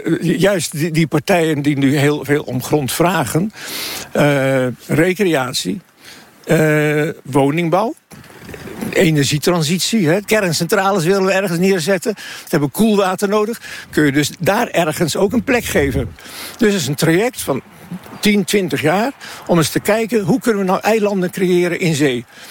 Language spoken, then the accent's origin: Dutch; Netherlands